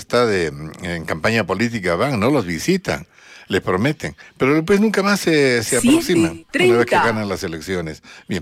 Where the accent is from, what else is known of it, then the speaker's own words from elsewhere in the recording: Arequipa, Peru; nuestra región. Hablo de Arequipa, porque esto está aquí en Arequipa